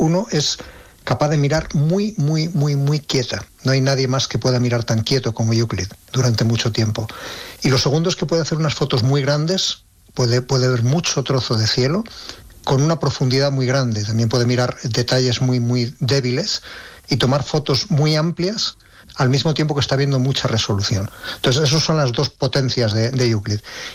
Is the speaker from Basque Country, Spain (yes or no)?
no; Ávila, Castile and León, Spain; Sí, yo soy de Ávila, y en Ávila tenemos unos cielos envidiables